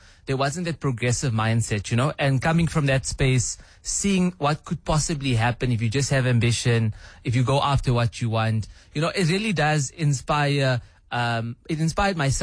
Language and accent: English; Klerksdorp, North West, South Africa; I was brought up in the Northwest, small little town called Klerksdorp. Now it's no longer that small.